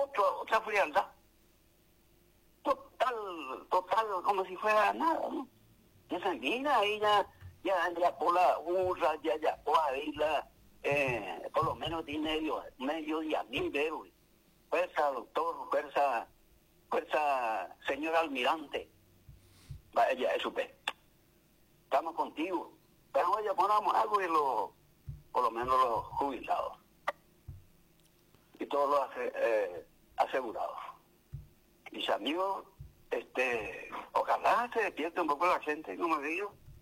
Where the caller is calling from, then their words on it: Paraguay; como un ciudadano, como un paraguayo más